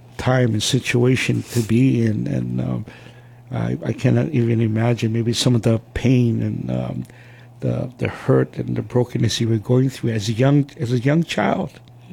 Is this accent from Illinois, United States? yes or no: no; Waipahu, Hawaii, United States; Yeah, it's one thing about growing up in Hawaii, especially Waipahu, there's a lot of ohana and family, and, we always remember those times growing up